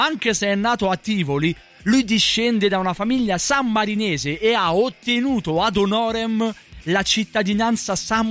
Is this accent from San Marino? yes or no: yes; San Marino; Esatto, io sono di San Marino, ne vado fiero.